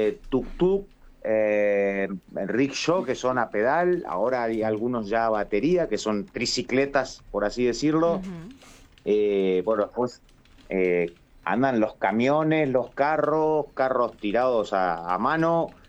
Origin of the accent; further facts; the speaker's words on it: Argentina; nos preguntan de dónde sos. De Argentina, le digo.